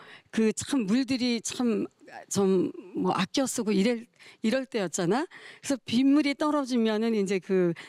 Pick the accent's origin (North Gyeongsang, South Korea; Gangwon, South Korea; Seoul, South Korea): Seoul, South Korea; 전 서울 토박입니다.